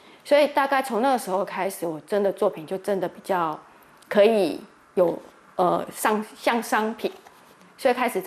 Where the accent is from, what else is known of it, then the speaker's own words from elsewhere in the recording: Kaohsiung, Taiwan; moved away as an adult; now in Pingtung, Taiwan; 我是高雄人